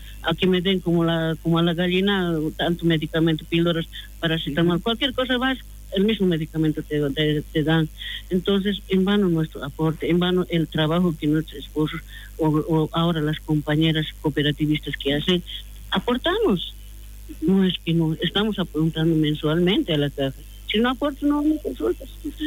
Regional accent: Bolivia; also born or lived in Brazil

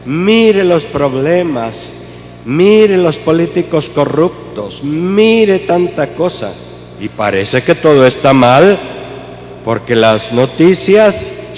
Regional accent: Quetzaltenango, Guatemala; now in Cobán, Guatemala; En Xela, en mi pueblo, sí había mucho trigo.

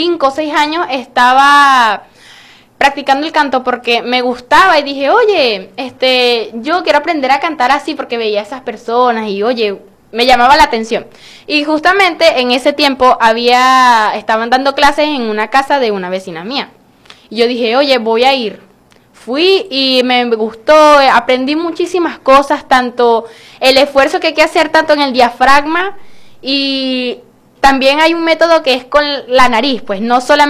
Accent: Altagracia de Orituco, Guárico, Venezuela; now in El Tigre, Venezuela; No, yo vengo del estado Guárico de Altagracia de Orituco.

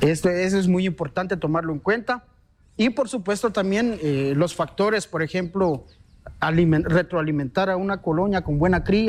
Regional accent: San Juan La Laguna, Sololá, Guatemala; como bien lo mencionaban. Soy originario de San Juan de la Laguna.

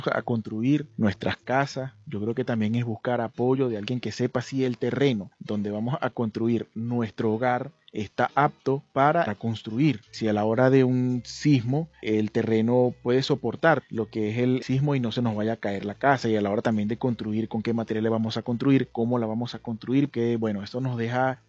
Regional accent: Venezuela

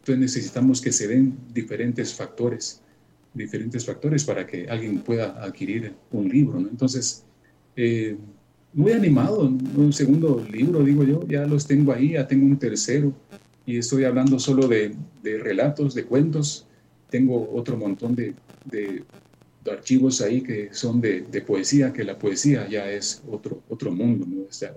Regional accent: Amatitlán, Guatemala Department, Guatemala; yo como soy de Amatitlán

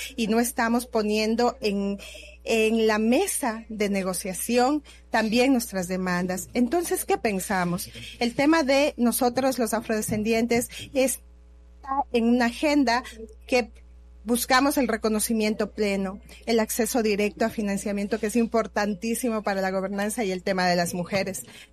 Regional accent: Ecuador; Yo soy ecuatoriana, entonces pensarnos desde esa visión de construcción de un país intercultural donde los afrodescendientes también somos parte

